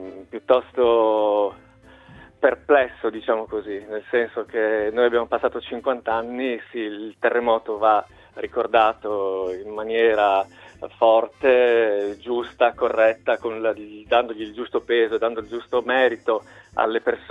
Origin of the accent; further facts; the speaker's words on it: Torviscosa, Friuli-Venezia Giulia, Italy; io sono della Bassa, di Torbiscosa, nella fattispecie